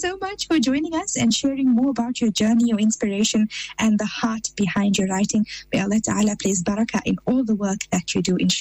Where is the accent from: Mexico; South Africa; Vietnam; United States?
South Africa; it's very unique being a South African Indian, specifically in this type of in a community, a Muslim Indian community.